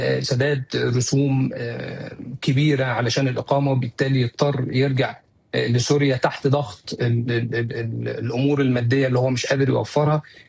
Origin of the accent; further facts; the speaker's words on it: Egypt; now in Syria; انا مصري عايش في سوريا باسرتي ولادي كبروا هناك